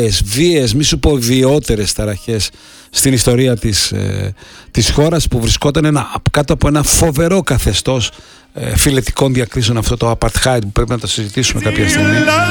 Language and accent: Greek; Greece; Και εμείς πρέπει να το ξέρουμε ως Έλληνες αυτό, ε.